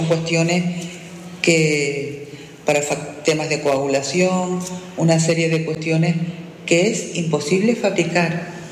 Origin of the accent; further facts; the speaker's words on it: Canary Islands, Spain; en una sociedad como la canaria